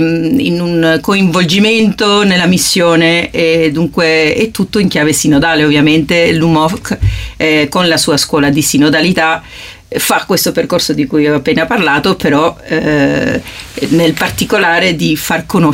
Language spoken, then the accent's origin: Italian; Spain; Italian is a second language; moved away as an adult; now in Rome, Italy; io sono atterrata, sono spagnola, sono atterrata qua in Italia da qualche anno e da quando sono arrivata a Roma